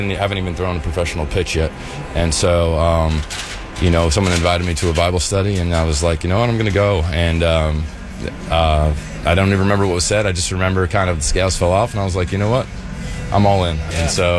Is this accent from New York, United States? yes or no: yes; New York, United States; growing up in New York, living through 9/11